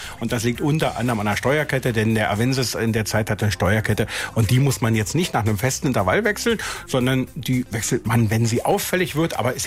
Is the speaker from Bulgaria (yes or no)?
no; Berlin, Germany; Als Berliner ist man da so ein bisschen so, hui, was ist denn hier los?